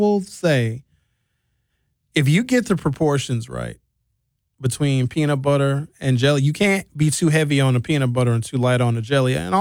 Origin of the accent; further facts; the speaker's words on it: United States; So a felt hat, and then no one will know that I'm from America. They'll think I'm from somewhere else.